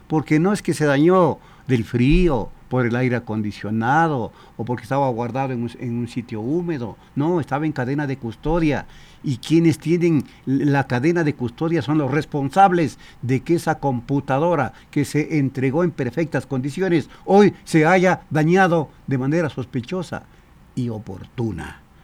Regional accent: Ecuador; uno como ecuatoriano

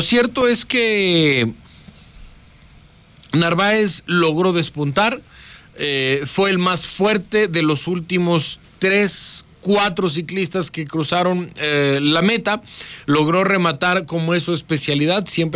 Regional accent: Ecuador; Esta es nuestra carrera preferida como ecuatorianos

